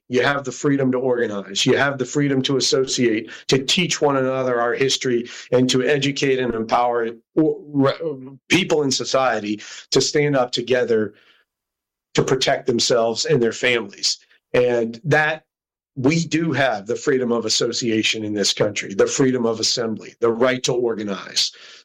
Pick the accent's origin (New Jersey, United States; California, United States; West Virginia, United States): West Virginia, United States; Morgantown; born there; Well, I was born in Morgantown, and my mom's from Greenbrier County, more far southern, Nicholas Greenbrier areas. My dad's from up in Altoona, PA, railroad country. And they met up around Morgantown, so that's where I came into the picture.